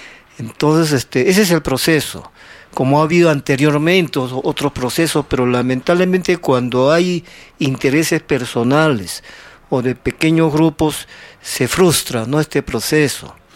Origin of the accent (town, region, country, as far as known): Peru